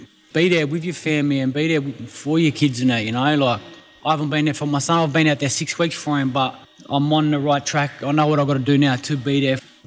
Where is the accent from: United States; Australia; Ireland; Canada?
Australia; Mount Druitt, New South Wales; My dad's Kuria, my mum's white. I grew up in Mount Druitt all my life.